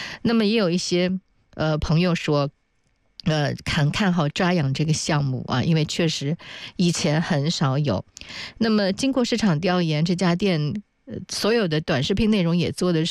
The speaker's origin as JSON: {"language": "Chinese", "country": "China"}